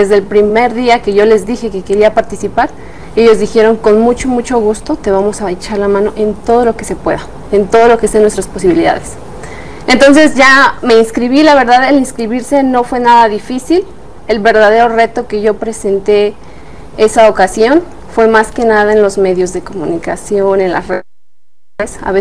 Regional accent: Santiago Mezquititlán, Querétaro, Mexico; Soy de la comunidad de Santiago Mezquititlán. Es una comunidad muy, muy grande del municipio.

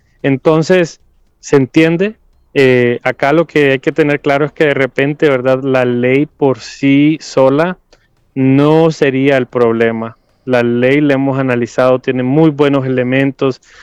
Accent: Honduras; acá, vaya, como hondureños

